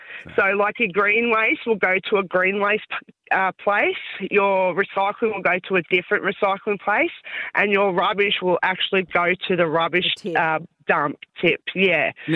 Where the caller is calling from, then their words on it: Werribee, Victoria, Australia; I'm from Werribee and we've got three bins.